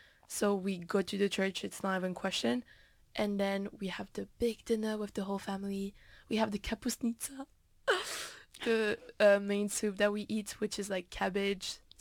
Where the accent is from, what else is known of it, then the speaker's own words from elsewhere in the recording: Belgium; moved away; Okay, so basically, I come from Belgium, right? But I celebrate Christmas in Slovakia